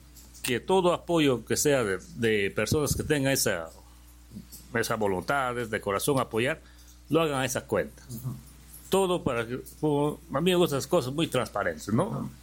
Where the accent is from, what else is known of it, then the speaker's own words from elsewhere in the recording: Bellavista, San Martín, Peru; now in Lamas, Peru; yo no soy de Lamas, ¿no? Yo soy de Bellavista, pero ya me siento ser parte de Lamas porque vivo acá, me cobija Lamas y mi familia de acá, y tengo ese amor a Lamas